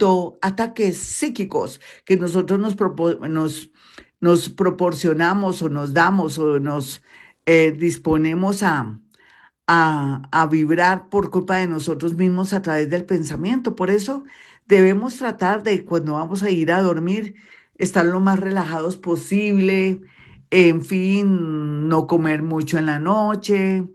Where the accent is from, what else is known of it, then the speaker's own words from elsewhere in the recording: Bogotá, Colombia; yo que soy de Bogotá